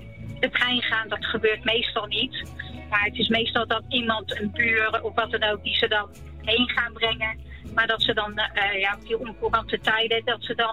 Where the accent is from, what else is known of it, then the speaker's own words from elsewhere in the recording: New Zealand; Dutch is a second language; now in Netherlands; Ja, dan ga ik, als het goed is, voor de laatste keer richting mijn geboorteland in Nieuw-Zeeland.